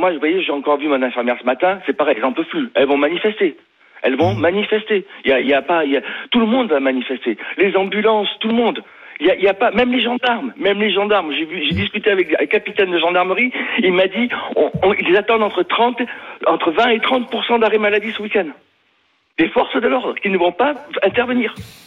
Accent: Nouvelle-Aquitaine, France; Par exemple, chez nous, dans le Médoc, il faut faire 110 km pour accoucher.

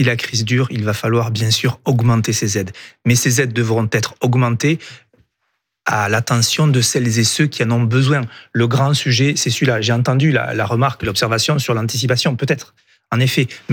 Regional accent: Occitanie, France; chez moi, en Ariège

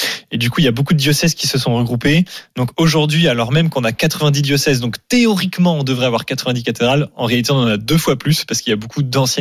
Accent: Pays de la Loire, France; now in Paris, France; moi je suis parisien de circonstance depuis plusieurs années. Mais je suis vendéen d'origine

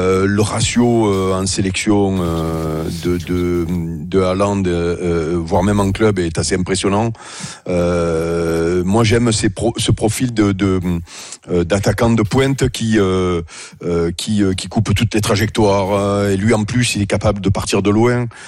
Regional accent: France; on est français

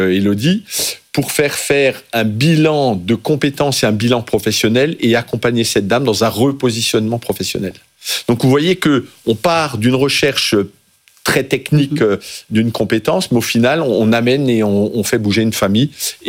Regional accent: Grand Est, France; moi je suis particulièrement fier en tant qu'Alsacien de cet aéroport

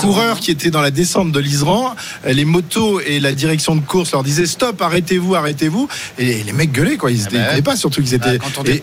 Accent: Brittany, France; Je suis bretonne, j'ai l'habitude de la pluie.

